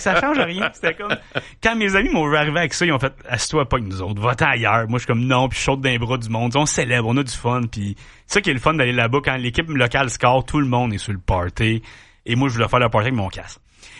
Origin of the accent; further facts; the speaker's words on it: Canada; de le voir juste avant en tant que Canadien, j'ai trouvé ça tellement le fun.